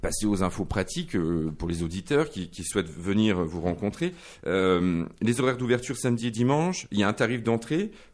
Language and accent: French; Nancy, Grand Est, France; Moi, je viens de Nancy, de la ville, ça marchait très bien.